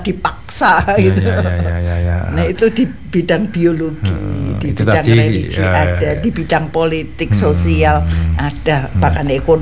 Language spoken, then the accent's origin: Indonesian; Java, Indonesia; saya bangga sebagai orang Jawa.